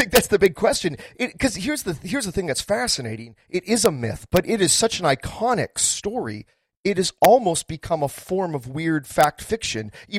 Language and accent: English; North Vancouver, British Columbia, Canada; my hometown of North Vancouver, British Columbia.